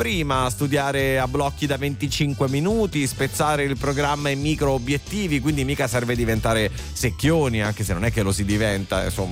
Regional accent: Sicily, Italy; come si dice da me in Sicilia.

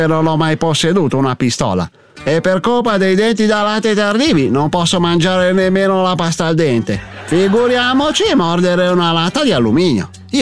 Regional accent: Varese, Lombardy, Italy; born there; io che sono nato a Varese e ho origini ariano-vichinghe

